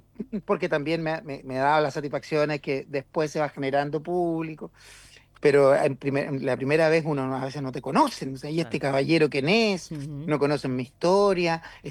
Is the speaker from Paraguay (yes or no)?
no; southern Chile, Chile; yo más encima soy